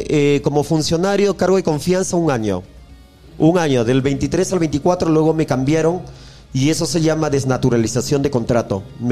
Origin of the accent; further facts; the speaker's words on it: Cutervo, Cajamarca, Peru; las circunstancias me trajo a mi tierra, donde nací, me crié